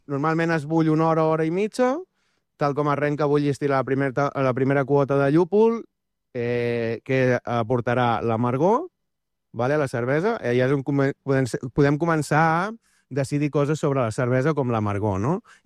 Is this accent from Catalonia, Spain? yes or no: yes; Arenys de Mar, Catalonia, Spain; Arenys de Mar, sempre. Capital de l'Almaresma.